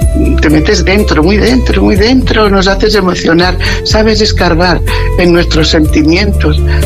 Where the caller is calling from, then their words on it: Mojácar, Andalusia, Spain; de Mojácar.